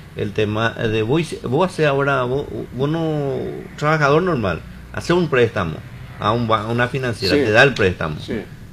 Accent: Paraguay

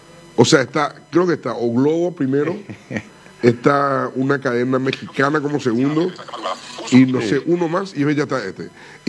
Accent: Paraguay; éramos 4, 5, 6 paraguayos.

